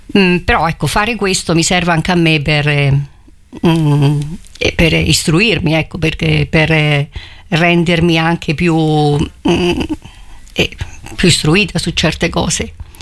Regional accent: Recanati, Marche, Italy; io sono di Recanati

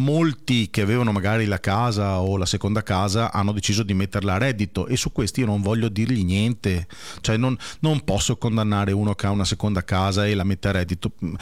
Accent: Veneto, Italy; Cioè io da buon veneto devo per forza dire che i veneti non hanno obbligo

